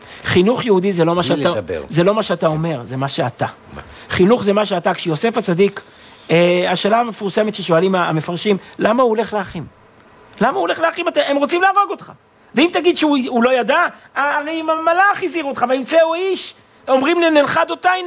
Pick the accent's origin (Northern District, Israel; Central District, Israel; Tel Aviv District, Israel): Central District, Israel; Kfar Chabad; אני גדלתי בבית של הרב של כפר חב"ד, אבי היה 40 שנה הרב של כפר חב"ד.